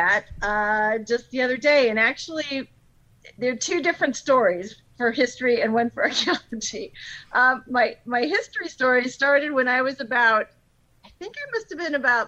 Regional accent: Ohio, United States; I grew up in Northeast Ohio

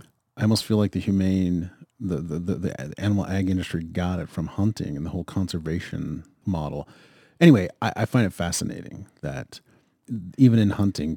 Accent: Pennsylvania, United States; now in Montana, United States; I grew up in Western Pennsylvania, same idea.

